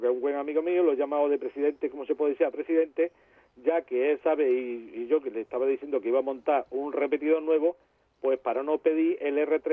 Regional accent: Córdoba, Andalusia, Spain; moved away as an adult; now in Seville, Spain; tú sabes que yo soy de Córdoba.

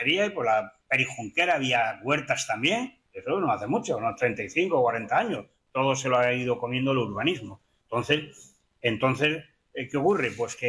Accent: Valencia, Valencian Community, Spain; now in San Fernando, Spain; yo procedo de Valencia

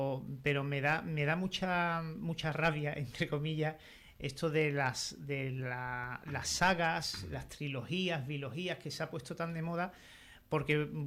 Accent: Cádiz, Andalusia, Spain; Y creo que los que somos de Cádiz somos los primeros que tenemos que querer a Cádiz

